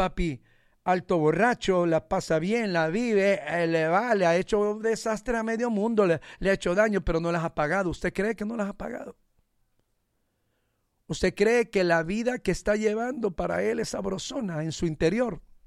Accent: Honduras; accent: catracho; Qué bonito es cuando hablamos como hondureños

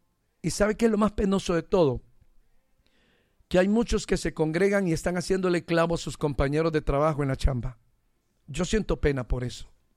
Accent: Honduras

